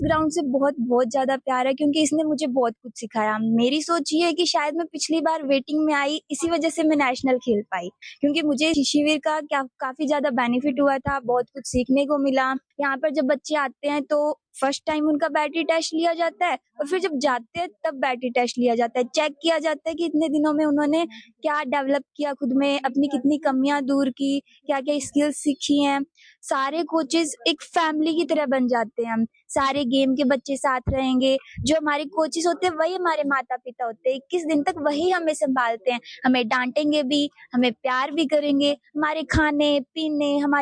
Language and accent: Hindi; Sri Ganganagar, Rajasthan, India; मैं श्री गंगानगर राजस्थान से बिलोंग करती हूँ।